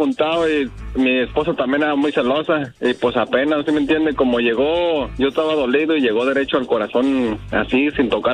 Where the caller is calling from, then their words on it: Torreón, Coahuila, Mexico; Es de Torreón y yo soy de Torreón.